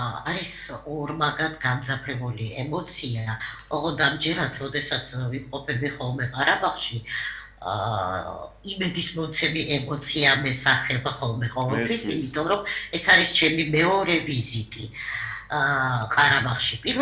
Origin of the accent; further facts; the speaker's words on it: Sukhumi, Abkhazia, Georgia; born there; მოგეხსენებათ რომ მე სოხუმში დაბადებული ვარ.